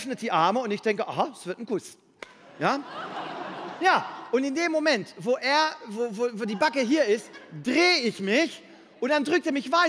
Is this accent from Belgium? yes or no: yes; Brussels, Brussels-Capital Region, Belgium; moved away; Ich komme ja ursprünglich aus Brüssel, um ganz genau zu sein, Brüssel.